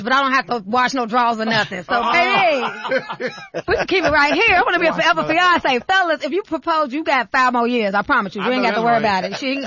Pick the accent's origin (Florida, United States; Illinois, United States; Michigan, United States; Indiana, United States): Illinois, United States; Chicago; born or raised there